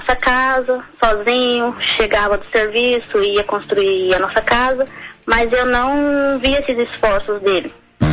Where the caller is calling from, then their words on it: Mato Grosso do Sul, Brazil; Eu falo aqui do Mato Grosso do Sul.